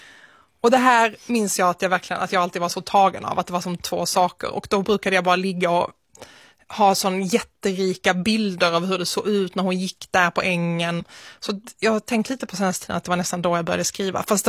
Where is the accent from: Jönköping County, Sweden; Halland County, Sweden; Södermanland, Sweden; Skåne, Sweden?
Skåne, Sweden; Malmö; also born or lived in Nötersjö; Solgårda utanför Svedala, som heter Nötersjö, en liten by. Och sen så flyttade jag in till Malmö när jag var 5 år gammal ungefär. Men mina första år i livet växte jag upp där ute.